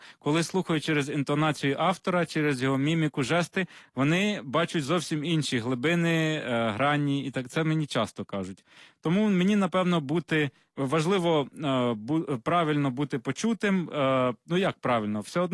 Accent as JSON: {"language": "Ukrainian", "town": "Yuzhnoukrainsk", "region": "Mykolaiv Oblast", "country": "Ukraine", "tie": "born or raised there", "said": "сучасного міста, звідки я родом, Южна, а тепер уже Південна Українська."}